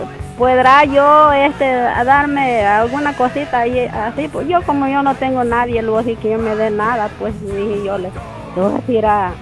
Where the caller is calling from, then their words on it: Pasaquina, La Unión, El Salvador; De aquí, Pasaquinita